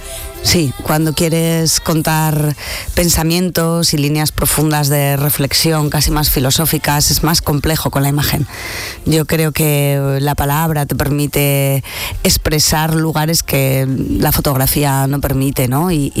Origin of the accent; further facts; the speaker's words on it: Huesca, Aragon, Spain; Porque es un juego de palabras, porque soy de Huesca, ¿no? Y ahí los de Huesca, lo decimos, de broma, le llamamos Wisconsin. Igual que a Aragón lo llamamos Oregón.